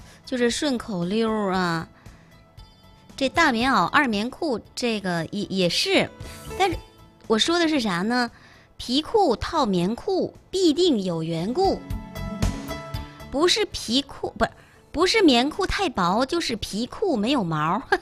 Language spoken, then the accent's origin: Chinese; Northeast China, China; 这是我们东北人的特色，也是锦州人都能够听得懂的嗑儿。